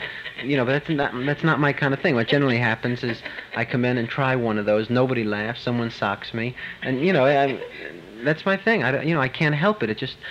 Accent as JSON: {"language": "English", "town": "Brooklyn", "region": "New York", "country": "United States", "said": "The fact is the fact. I am from Brooklyn."}